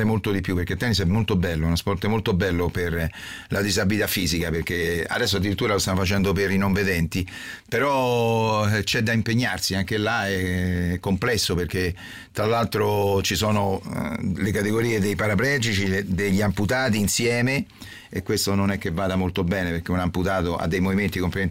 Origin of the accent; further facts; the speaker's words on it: Rome, Lazio, Italy; sono romano